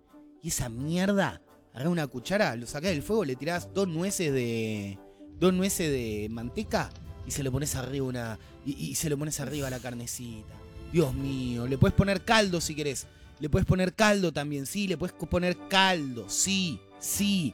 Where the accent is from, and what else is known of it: Argentina